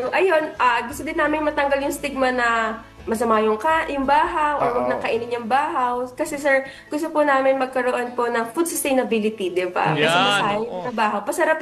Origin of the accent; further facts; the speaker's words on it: Lucban, Calabarzon, Philippines; since I'm from Lucban, Quezon nga po, ayan, from Lucban, Quezon, meron po kaming culture ng pamamahaw.